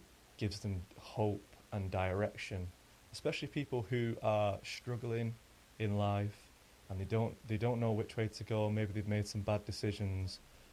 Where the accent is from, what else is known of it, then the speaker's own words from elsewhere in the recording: Dukinfield, North West England, United Kingdom; now in Mossley, United Kingdom; I'm 33. I've grown up here. I live in Mosley, but I grew up in Duckingfield. And yeah, I'm a local, an artist.